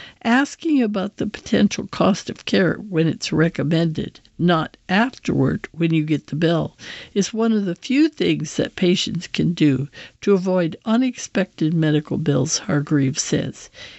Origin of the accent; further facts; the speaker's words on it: Louisiana, United States; I'm from Louisiana. I love cooking better than I do playing the guitar.